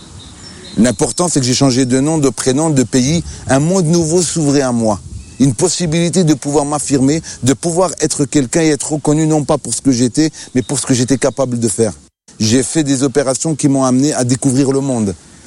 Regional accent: Algeria

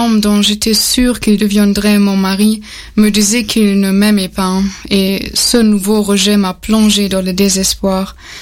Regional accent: Germany; moved away; Oui, alors, j'ai grandi en Allemagne dans une famille de tradition protestante.

